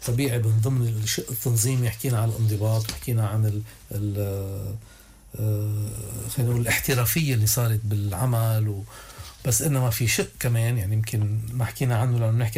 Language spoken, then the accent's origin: Arabic; Lebanon; ومنبني ساعتها كلنا سوا كلبنانيين سلام مع إسرائيل